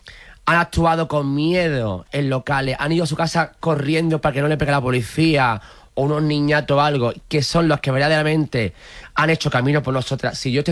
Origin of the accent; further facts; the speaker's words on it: Jerez de la Frontera, Andalusia, Spain; En mi tierra, Jerez